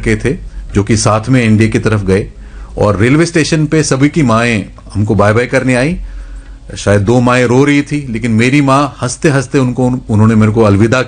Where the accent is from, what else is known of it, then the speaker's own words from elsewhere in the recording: Jatu Lohari, Haryana, India; और मैं वैसे हरियाणा का रहने वाला हूँ, हमारा मेरा गांव है जाटू लोहारी भिवानी में।